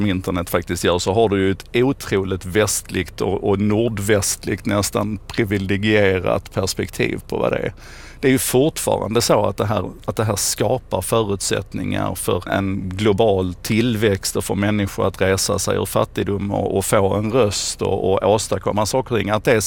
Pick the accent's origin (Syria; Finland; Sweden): Sweden; Malmö, Skåne; vi är ju Malmöbor